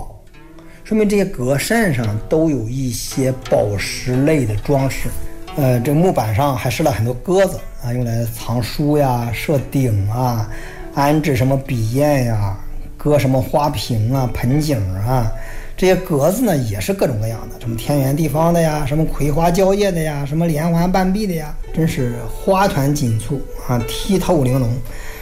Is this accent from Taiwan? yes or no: no; China; 高奢一直是我们中国人过去文明发展过程中必有的这么一个设置。